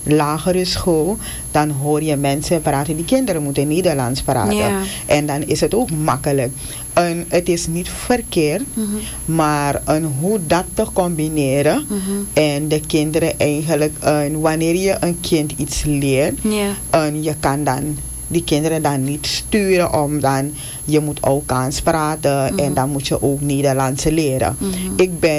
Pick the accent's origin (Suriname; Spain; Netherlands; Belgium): Suriname; Paramaribo; born there; wij zijn in Paramaribo geboren. Mm-hmm. En mijn moeder praat geen Nederlands.